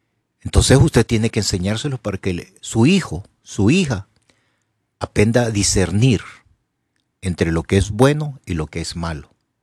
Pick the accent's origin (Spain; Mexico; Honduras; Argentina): Honduras